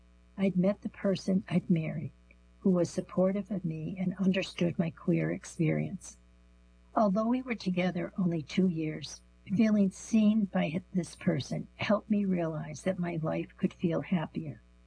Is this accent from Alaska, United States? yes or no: no; Columbia, Missouri, United States; born or raised there